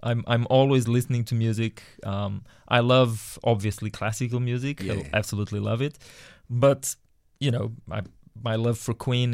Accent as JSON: {"language": "English", "region": "Lisbon", "country": "Portugal", "tie": "born there", "second_language": "English", "moved": "yes", "said": "I was born in beautiful Portugal. It's very, very nice little country in Western Europe, Southern Western Europe."}